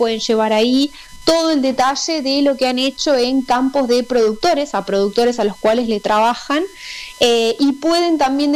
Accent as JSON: {"language": "Spanish", "town": "Dolores", "region": "Soriano", "country": "Uruguay", "said": "yo soy de Dolores"}